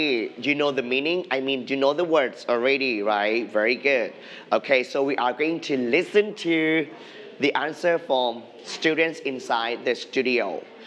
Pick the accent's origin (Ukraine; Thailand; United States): Thailand; I'm from Thailand, right? So I'm Thai.